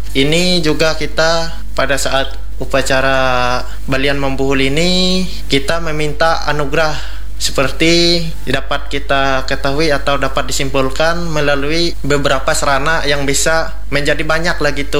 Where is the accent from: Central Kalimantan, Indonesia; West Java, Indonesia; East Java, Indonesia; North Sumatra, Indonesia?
Central Kalimantan, Indonesia; Rungan District; di daerah saya itu di Kecamatan Rungan, Kabupaten Gunung Mas ya.